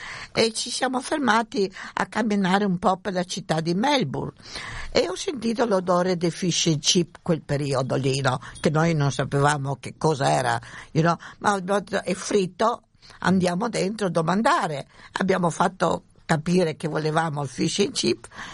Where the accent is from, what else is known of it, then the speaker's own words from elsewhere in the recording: Trieste, Friuli-Venezia Giulia, Italy; now in Australia; quello che noi siamo scappati, si può dire, dopo la Seconda Guerra Mondiale da Trieste, specialmente da dove vengo io, è stata una cosa che, venendo qui in Australia, abbiamo dovuto accettare quello che l'Australia ci ha dato